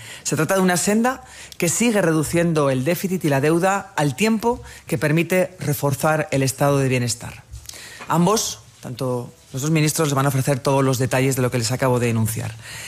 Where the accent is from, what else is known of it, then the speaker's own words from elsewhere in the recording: Navarre, Spain; pues me voy a llevar el apunte cultural de hoy, martes, a mi tierra, Navarra.